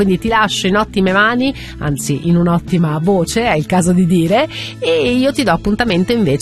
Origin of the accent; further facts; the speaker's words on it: Rome, Lazio, Italy; sono romana